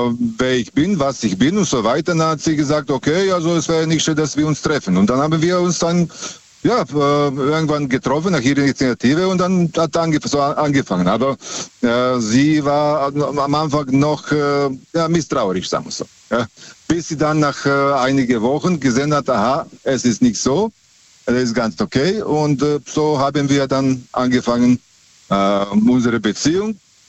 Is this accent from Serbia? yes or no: yes; Serbia; Das heißt, ich habe damals, ich komme aus Serbien, und ich habe damals am Busbahnhof gearbeitet.